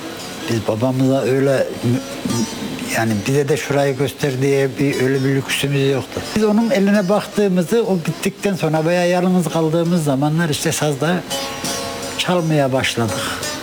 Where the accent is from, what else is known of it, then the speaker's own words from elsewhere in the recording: Kırıkkale, Turkey; born there; also born or lived in Kayseri; now in Ankara, Turkey; 1960 senesi Kırıkkale doğumluyum. Babam polis memuruydu orada. Ben orada dünyaya geldim. Doğum yerim Kırıkkale ama nüfusa kayıtlı olduğum yer Nevşehir Ürgüp ilçesi.